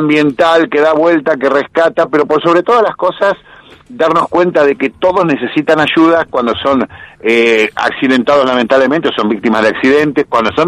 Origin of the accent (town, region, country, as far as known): Santa Fe, Argentina